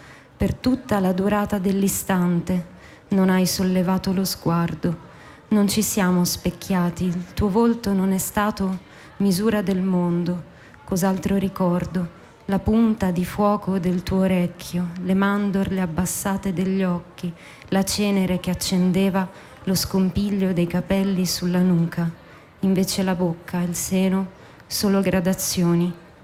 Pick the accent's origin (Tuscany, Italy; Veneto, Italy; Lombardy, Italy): Lombardy, Italy; Saronno; born there; Sono nata in provincia di Varese